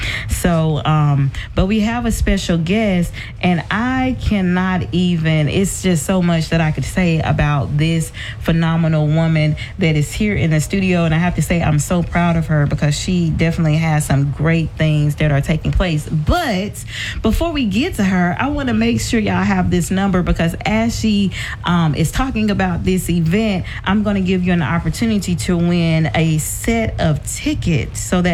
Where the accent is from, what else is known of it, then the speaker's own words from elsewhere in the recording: Tuscaloosa, Alabama, United States; in all of Tuscaloosa. Like, I've never seen so many people in my hometown